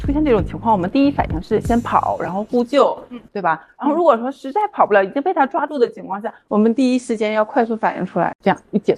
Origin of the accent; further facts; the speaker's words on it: Northeast China, China; 因为我是东北人嘛，所以我给大家带来一个东北酸菜饺子。